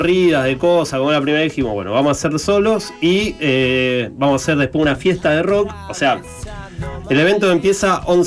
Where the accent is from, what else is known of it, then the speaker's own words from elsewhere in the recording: Rosario, Santa Fe, Argentina; also born or lived in Funes; yo soy de Rosario